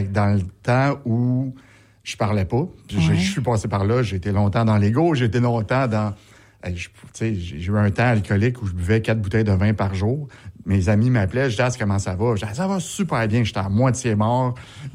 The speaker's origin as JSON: {"language": "French", "town": "Verdun", "region": "Quebec", "country": "Canada", "tie": "born there", "also_born_or_lived": "Cornwall / Laval", "said": "On était en Ontario, Cornwall, je suis né à Verdun, on était à Laval, on s'est promené pas mal."}